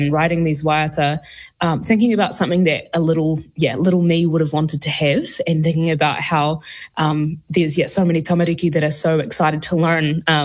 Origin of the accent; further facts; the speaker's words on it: Gore, Southland, New Zealand; I grew up in Southland in Gore, in the mighty town of Gore.